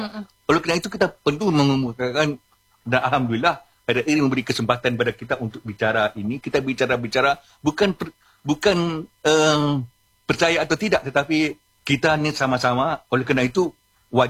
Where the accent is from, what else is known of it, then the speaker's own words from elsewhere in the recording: Riau, Indonesia; kalau kita orang Riau ini pasti dengar nama Koyan.